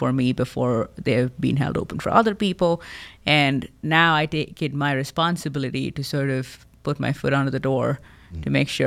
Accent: India; now in Rochester, United States; as an Indian woman

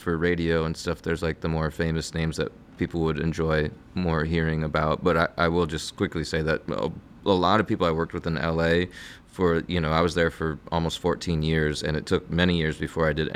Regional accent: Rochester, United States; But it's been really sweet to bring it all home, literally, to my hometown in Rochester.

